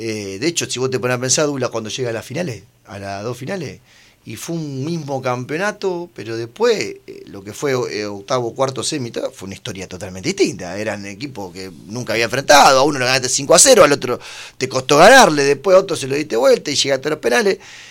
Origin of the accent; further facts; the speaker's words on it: Pergamino, Buenos Aires Province, Argentina; nosotros somos de Pergamino